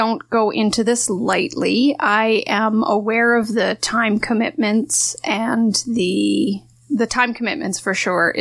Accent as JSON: {"language": "English", "town": "London", "region": "Ontario", "country": "Canada", "tie": "born or raised there", "lives_now": "Wellington North, Canada", "said": "I do come from outside the municipality. I grew up in London. I went to school in Kitchener, and I don't have the allegiances of Mount Forest versus Arthur that I have seen when I first moved here."}